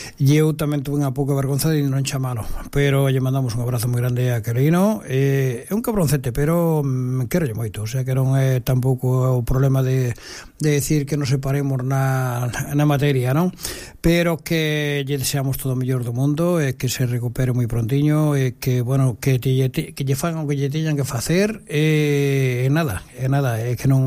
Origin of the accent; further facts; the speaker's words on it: Galicia, Spain; o Centro Galego, sigo sendo galego, eu sempre fundo o Centro Galego